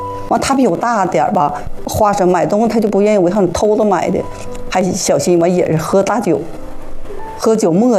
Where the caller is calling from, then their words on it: Northeast China, China